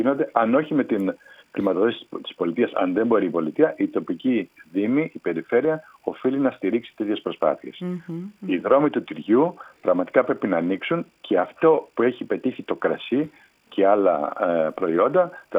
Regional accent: Mykonos, South Aegean, Greece; Εγώ είμαι από την Μύκονο

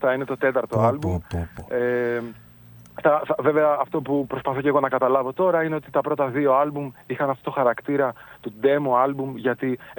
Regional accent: Athens, Attica, Greece; ως Αθηναίος και έχοντας ζήσει όλη μου τη ζωή σε αυτή τη δύσκολη πόλη

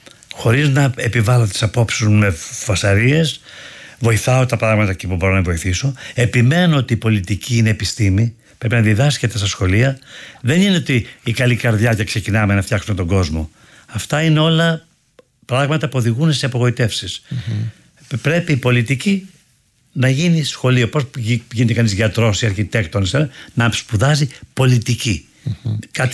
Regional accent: Greece; είμαι Έλληνας

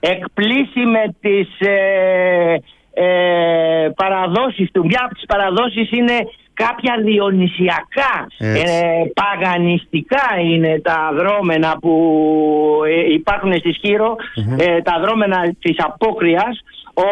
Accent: Skyros, Central Greece, Greece

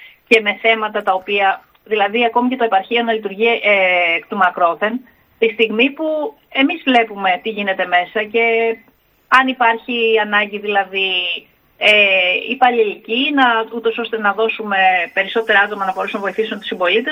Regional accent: Ithaca, Ionian Islands, Greece

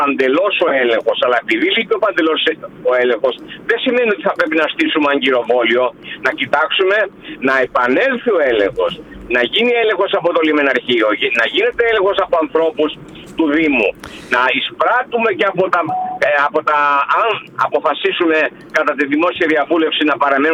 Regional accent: Corfu, Ionian Islands, Greece; εγώ ως Κερκυραίος

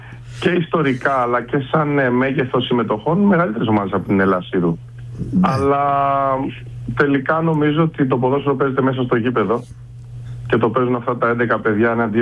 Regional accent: Kalamata, Peloponnese, Greece; also born or lived in Mani; Γεννήθηκα στην Καλαμάτα.

